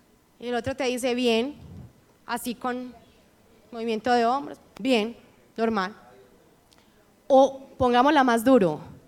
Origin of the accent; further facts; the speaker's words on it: Sonsón, Antioquia, Colombia; born there; le muestro que yo nací en Sonsón, Antioquia. Que vos hablas duro, yo hablo peor.